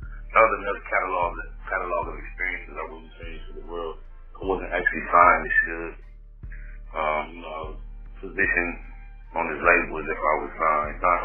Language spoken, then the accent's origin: English; Compton, California, United States; born there; also born or lived in Watts, Los Angeles; I was born in the city of Compton in a hope in a hospital that no longer exists. I was actually born in Compton. My mother lived in Compton my whole life.